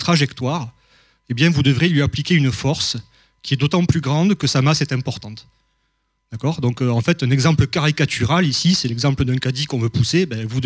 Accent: Montpellier, Occitanie, France; moved away as an adult; now in Lyon, France; je suis natif de Montpellier. J'ai effectué toutes mes études ici. J'ai même soutenu ma thèse de doctorat ici, sous la direction de Fabien Marsh.

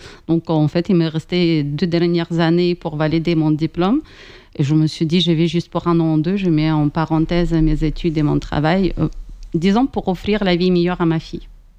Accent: Western Ukraine, Ukraine; first language Ukrainian; French is a second language; moved away as an adult; now in Montpellier, France; je suis née en Ukraine en octobre 1976. Aujourd'hui, bientôt, je vais avoir 50 ans. Donc, si je peux comparer, c'est la moitié de ma vie. De 25 ans, j'ai vécu en Ukraine parce que je l'ai quittée à l'âge de quasiment à la veille de mon anniversaire de 25.

